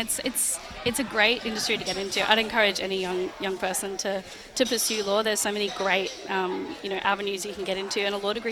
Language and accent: English; Sydney, New South Wales, Australia; now in Canberra, Australia; I'm Waka Waka woman. Yes. And born and raised in Sydney, off country, but really, really proud of my heritage